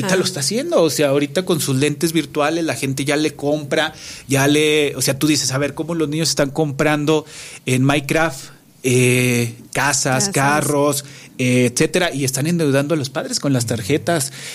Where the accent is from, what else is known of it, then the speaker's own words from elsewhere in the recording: Mexico; como mexicanos tenemos una muy buena proyección para hacer negocios